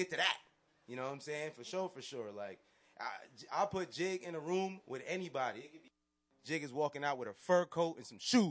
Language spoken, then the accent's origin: English; Mount Vernon, New York, United States; I'm from Mount Vernon